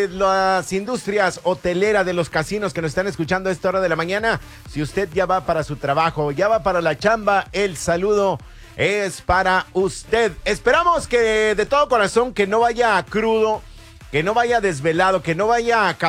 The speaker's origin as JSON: {"language": "Spanish", "country": "Mexico", "said": "parado con nosotros los mexicanos. Y tiene toda la boca llena de razón. Si algo a veces nosotros como mexicanos"}